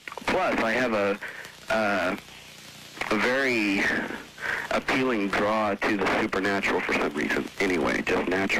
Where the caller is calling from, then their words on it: Austin, Texas, United States; I'm in Austin, Texas.